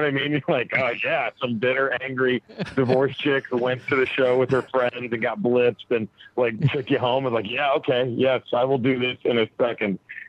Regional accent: Dallas, Texas, United States; now in Los Angeles, United States; Dallas, Texas is my hometown, but I live in LA now.

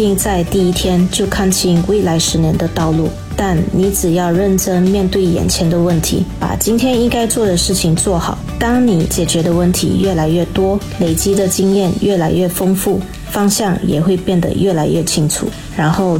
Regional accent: Raub, Pahang, Malaysia; 第一间店开在我的家乡拉瓦斯，也就是老越，那是一个不算大的城镇。

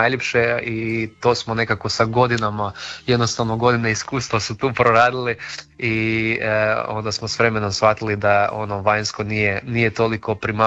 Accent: Prelog, Međimurje County, Croatia; u mom rodnom gradu.

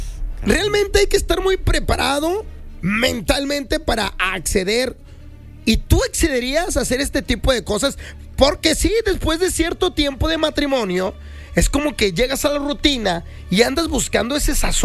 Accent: Ciudad Juárez, Chihuahua, Mexico; pues si somos de Juárez aquí.

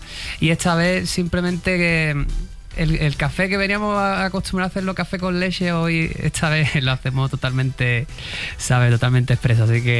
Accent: Cádiz, Andalusia, Spain; Y como somos de Cádiz, pues desde ahí como que nos fuimos formando en las mismas clases de canto

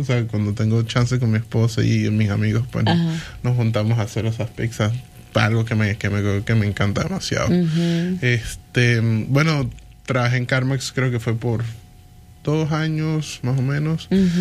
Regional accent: Mérida, Venezuela; moved away; Yo soy de Mérida, es una ciudad más pequeña, pero a mi punto de vista demasiado bella. Estamos como dentro de las montañas, estamos al final de los Andes.

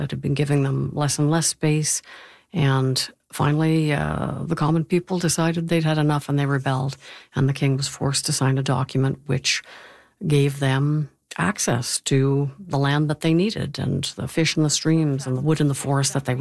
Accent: Halifax, Nova Scotia, Canada; now in Ottawa, Canada; I am 58 years old. I was born in Halifax and grew up in Nova Scotia, but I moved to Ottawa

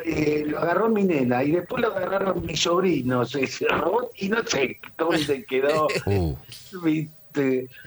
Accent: Avellaneda, Buenos Aires Province, Argentina; moved away as an adult; now in San Fernando, Argentina; Me nací y me crié en Avellaneda.

